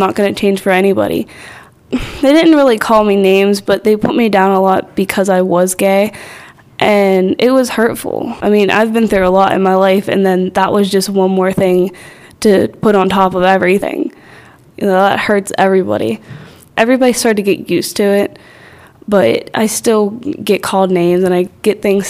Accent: Manassas, United States; I'm 16. I'm from Manassas, PA.

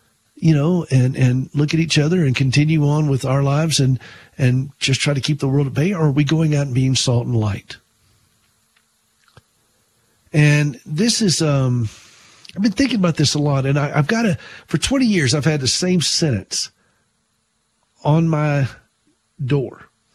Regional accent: South Carolina, United States; In fact, I just saw in my hometown there in South Carolina, the church there that I knew the church

